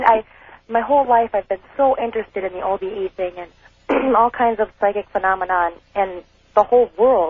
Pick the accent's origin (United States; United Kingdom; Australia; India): United States; Minneapolis, Minnesota; I'm from Minneapolis.